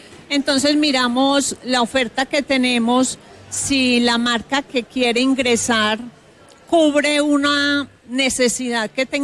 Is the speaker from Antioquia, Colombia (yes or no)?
yes; Medellín, Antioquia, Colombia; somos de aquí de Medellín